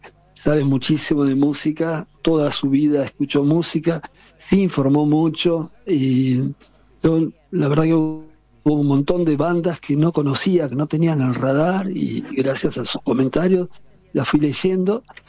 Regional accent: La Plata, Buenos Aires Province, Argentina; me identificó también como platense.

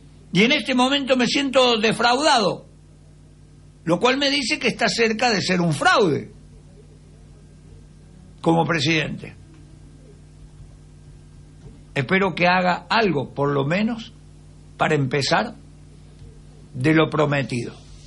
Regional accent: Córdoba, Argentina; cuando éramos chicos en Córdoba.

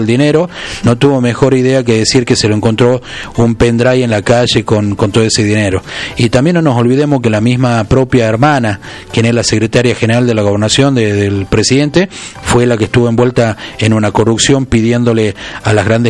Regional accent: Tucumán, Argentina; como ciudadanos, como tucumanos, como argentinos

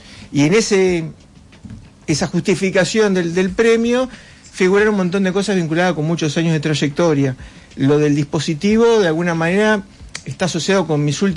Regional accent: Bernal, Buenos Aires Province, Argentina; now in La Plata, Argentina; si bien soy de Bernal, hace muchos años vivo en La Plata.

